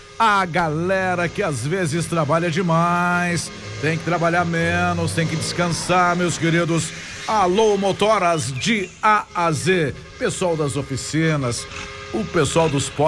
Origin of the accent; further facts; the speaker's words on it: Passo Fundo, Rio Grande do Sul, Brazil; o caminho que te leva é Passo Fundo. Chuva calma, é a minha terra natal, é muito linda, com certeza.